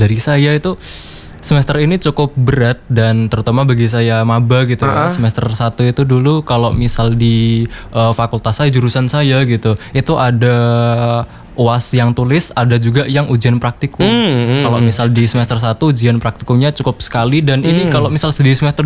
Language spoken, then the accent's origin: Indonesian; Banyuwangi, East Java, Indonesia; Saya dari Banyuwangi.